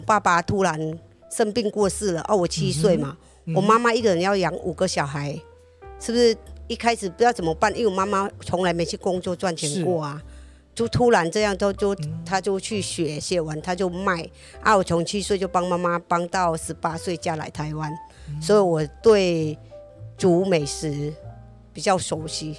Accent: Phnom Penh, Cambodia; now in Taiwan; 来自柬埔寨

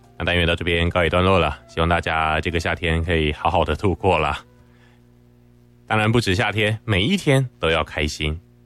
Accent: Taiwan; 那我们台湾人呢，虽然已经习惯了哈

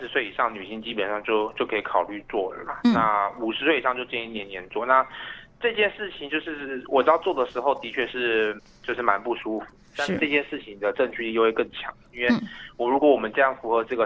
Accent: Taiwan

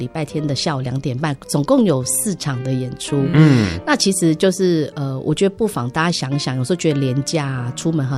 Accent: Taiwan; 那因为大家讲到台湾人，我们台湾人其实 最主要就是食物，

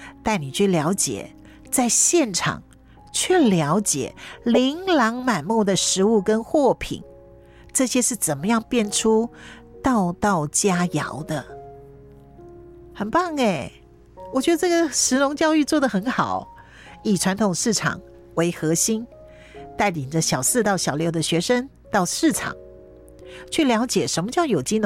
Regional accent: Hualien County, Taiwan

